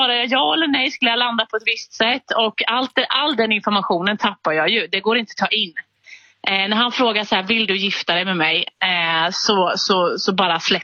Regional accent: Småland, Sweden; jag är från Småland

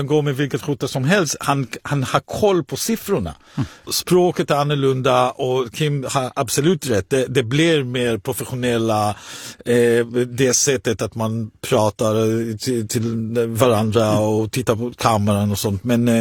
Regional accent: Israel; now in Sweden; I Israel till exempel, mitt hemland, så är det inte på helgen.

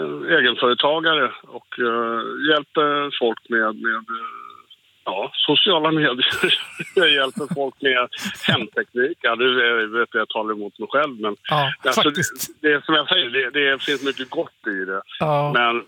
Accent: Stockholm, Stockholm County, Sweden; now in Västervik, Sweden; Jag är själv från Stockholm.

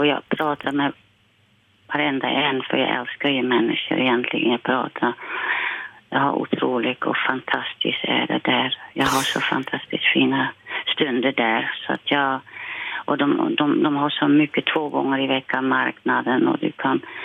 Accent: Silvolde, Gelderland, Netherlands; Swedish is a second language; Och jag var från Silvolde så att jag hade en vän, tre männing med mig.

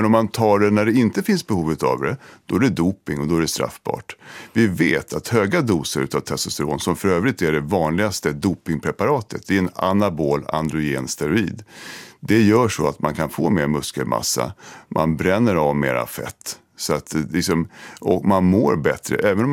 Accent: Sweden; Som svensk läkare så tycker jag att det är vedervärdigt.

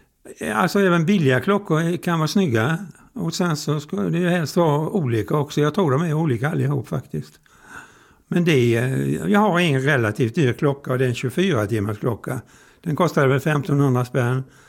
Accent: Sweden; Jag är ju uppvuxen på Långe då

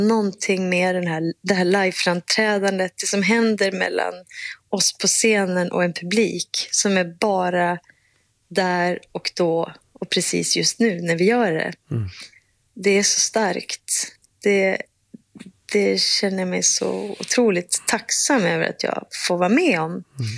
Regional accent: Umeå, Västerbotten County, Sweden; Och jag är från Umeå och gick på... Då hette det ju inte kulturskolan, då hette det musikskolan.

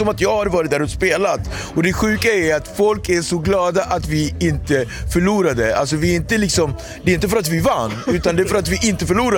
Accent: Cape Verde; now in Sweden; Ja, jag är från Kap Verde.

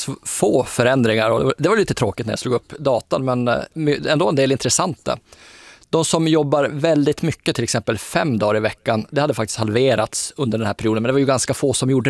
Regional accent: Luleå, Norrbotten County, Sweden; Om man tar till exempel Luleå där jag kommer ifrån, så där är 15-20 minuter med bil så kommer man nästan överallt.

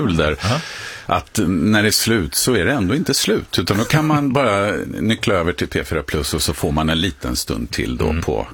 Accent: Sweden; jag är från Sverige.

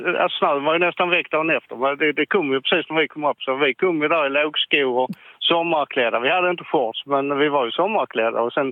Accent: Skåne, Sweden; Nej, jag är skåning. Jag har bott nära på Österlän hela mitt liv, så jag är jätteskåning.

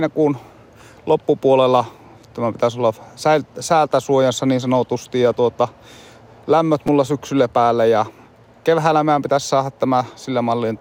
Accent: Lapland, Finland; minkä olen täältä Tornionjokilaaksosta olen kotoisin, niin tuota, nyt pitkän aikaan, niin olen tullut tänne takaisin

